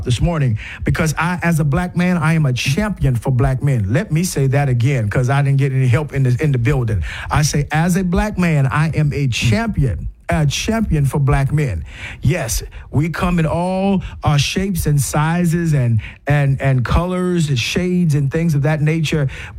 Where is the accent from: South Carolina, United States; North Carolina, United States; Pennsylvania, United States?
South Carolina, United States; I grew up in South Carolina, and there was, you know, a mixture, right? There was, you know, what we call the Geechee or the Gullah black man.